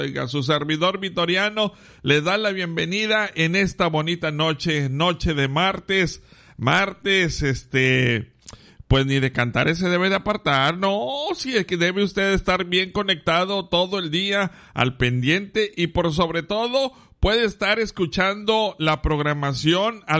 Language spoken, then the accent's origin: Spanish; Mexico